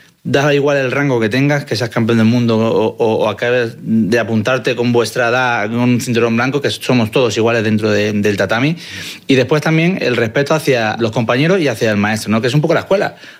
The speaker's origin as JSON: {"language": "Spanish", "town": "Málaga", "region": "Andalusia", "country": "Spain", "tie": "born or raised there", "also_born_or_lived": "Madrid"}